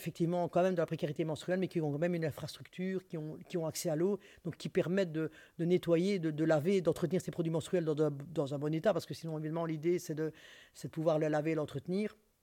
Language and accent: French; Liège, Wallonia, Belgium; mais aussi moi je suis liégeoise, donc j'ai commencé là où je connais, donc c'est-à-dire à Liège.